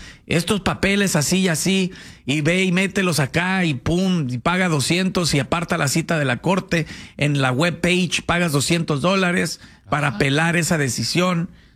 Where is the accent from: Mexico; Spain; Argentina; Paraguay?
Mexico; now in United States; I am American. Y ya salí de ahí y le dije, Soy mexicano a la vez.